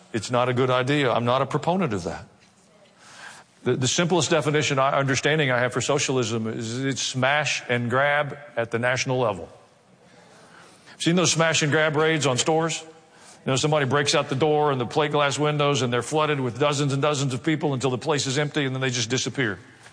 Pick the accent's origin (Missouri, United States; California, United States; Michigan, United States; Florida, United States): Missouri, United States; Kansas City; born there; I was born in Kansas City, Missouri.